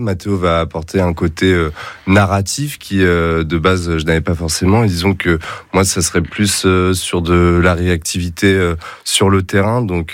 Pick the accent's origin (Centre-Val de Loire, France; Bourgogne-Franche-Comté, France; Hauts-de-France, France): Centre-Val de Loire, France; Châteauroux; surtout Châteauroux, là d'où je suis originaire. Et d'ailleurs, la société est implantée à Lys-Saint-Georges, le petit village dans la vallée noire de Georges Sand, là d'où je viens.